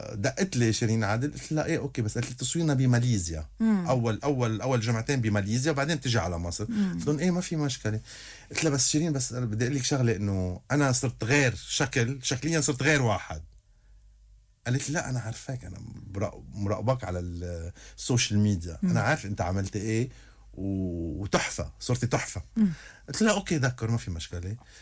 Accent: Lebanon; أنا لبناني، أنا حامل 17 طايفة على كتافي.

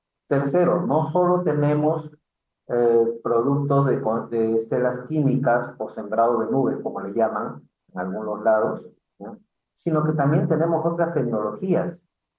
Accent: Peru; Otra la tengo aquí en mi país, en el Perú

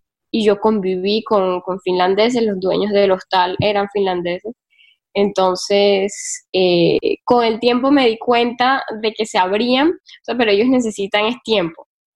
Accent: Caribbean Region, Colombia; yo vengo del Caribe, de Colombia

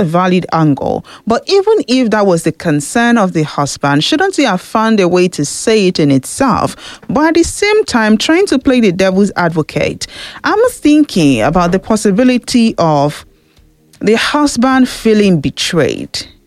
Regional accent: Nigeria; as a Nigerian

